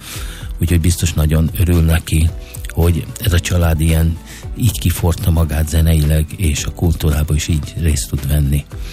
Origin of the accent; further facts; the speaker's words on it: Győr, Győr-Moson-Sopron, Hungary; born there; családom az Győrből származik. Tehát a gyökerek igazán ebből Győrben vannak. Tehát mind a hárman Győrbe születtünk. Az édesapám is Győrbe született, az édesanyám is Győrbe született.